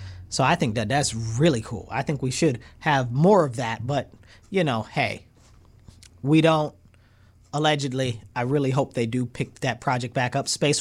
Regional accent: United States; I'm American. I only got one country and I'm black American.

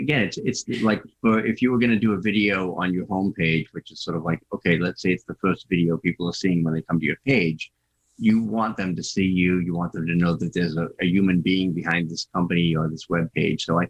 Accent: Boston, Massachusetts, United States; accent: Boston; I've got my Boston accent.

